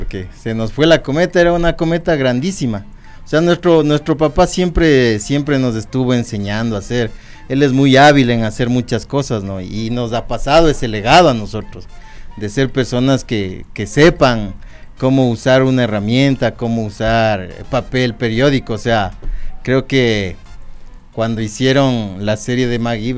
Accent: Quito, Pichincha, Ecuador; yo tengo 40 años. Yo sí me crié aquí en Quito, yo nací aquí. En mi infancia, cuando yo tuve entre los 8 y 10 años, nosotros vivíamos en el sur de Quito por Luluncoto.

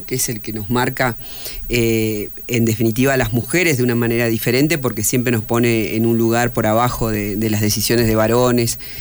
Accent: Argentina

